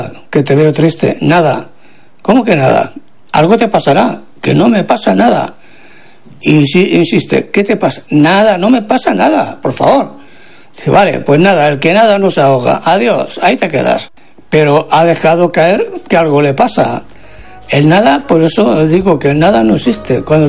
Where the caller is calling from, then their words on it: Barcelona, Catalonia, Spain; Hola, farero … de Barcelona.